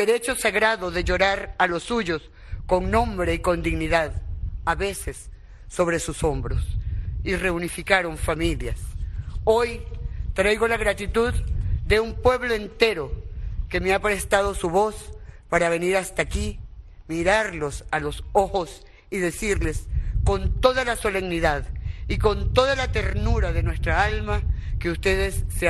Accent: Venezuela; Como mujer y como venezolana

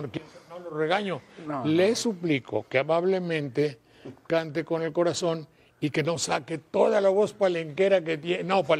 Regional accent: Veracruz, Mexico; born there; Pero en mi caso es muy raro porque los de Bandería dicen que soy de Jalapa. Y los de Jalapa dicen que soy Bandería. Ninguno quiere aceptarme como mi tierra de nacimiento.

